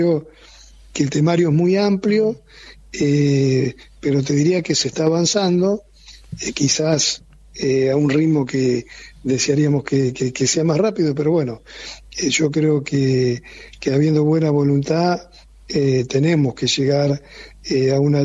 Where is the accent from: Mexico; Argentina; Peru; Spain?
Argentina; no darnos la oportunidad como argentinos de debatir la ley de fuego.